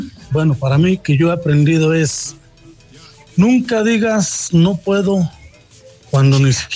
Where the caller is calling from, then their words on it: San Luis, Mexico; aquí saludándote